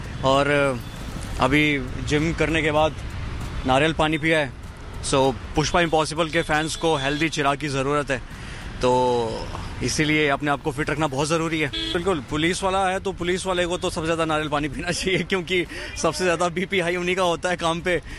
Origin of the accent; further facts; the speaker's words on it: Jammu and Kashmir, India; moved away as an adult; now in Mumbai, India; So basically मैं जम्मू कश्मीर से हूँ और मैं मुंबई 5 साल पहले आया हूँ।